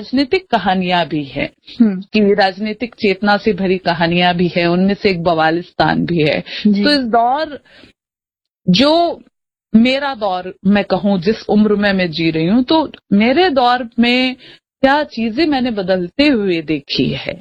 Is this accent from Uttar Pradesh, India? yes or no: no; Rajasthan, India; राजस्थान, ये मारवाड़ी शब्द है ढीणे रखना, यानी बकरियां जब जानवर होते हैं, जो बकरा बकरी वगैरह, क्योंकि मैं एक कस्बे से आती हूँ